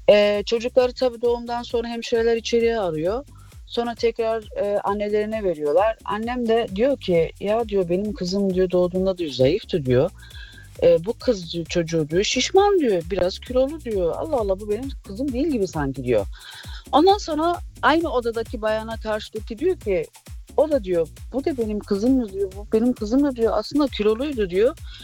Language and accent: Turkish; Akçay, Balıkesir, Turkey; Ben Akçay Balıkesirliyim.